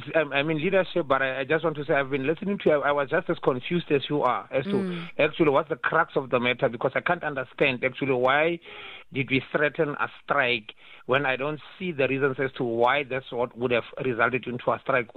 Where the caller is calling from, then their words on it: Kimberley, Northern Cape, South Africa; we're from Kimberley, from Santiago side